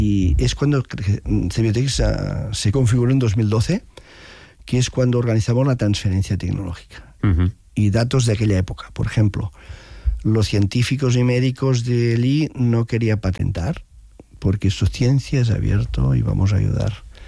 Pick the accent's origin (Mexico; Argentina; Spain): Spain; Arenys de Mar, Catalonia; que soy de Arenys de Mar